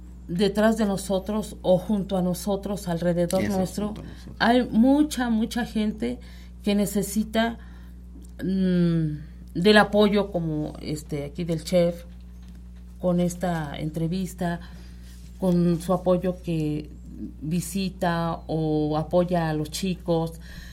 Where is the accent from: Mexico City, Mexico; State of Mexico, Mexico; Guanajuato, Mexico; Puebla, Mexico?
Puebla, Mexico; San Nicolás; en mi pueblo, allá en San Nicolás, les decimos tlacloyos, tamales tontos, los largos